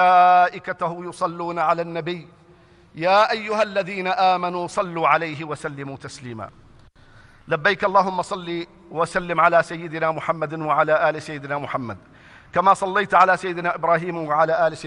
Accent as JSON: {"language": "Arabic", "country": "Jordan", "said": "اللهم واحفظ بلدنا الأردن بما تحفظ به عبادك الصالحين."}